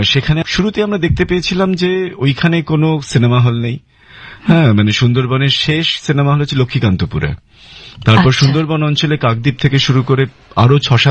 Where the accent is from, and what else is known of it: Durgapur, West Bengal, India; born or raised there